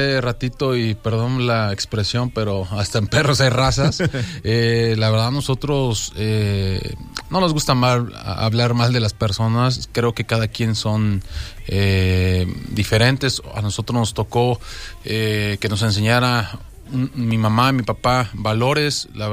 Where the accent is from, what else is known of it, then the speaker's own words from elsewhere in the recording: Xochitepec, Morelos, Mexico; born there; mi pueblo, para Xochitepec